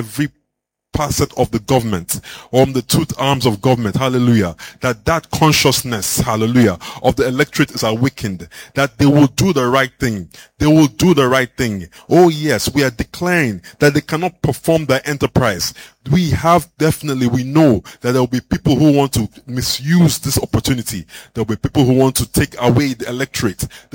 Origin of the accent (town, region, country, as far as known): Nigeria